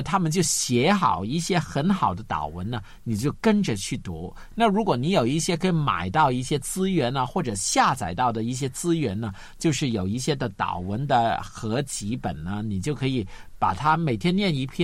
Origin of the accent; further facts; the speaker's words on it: China; 那我给你一个我们中国人的那个平常的做法